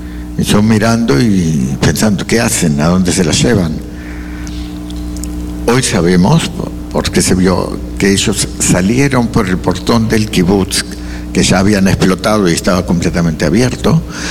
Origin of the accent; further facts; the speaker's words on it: Argentina; moved away; Yo soy argentino.